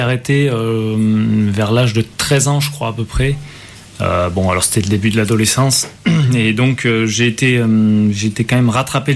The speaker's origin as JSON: {"language": "French", "town": "Aurillac", "region": "Auvergne-Rhône-Alpes", "country": "France", "tie": "born there", "said": "Mais je suis né à Aurillac"}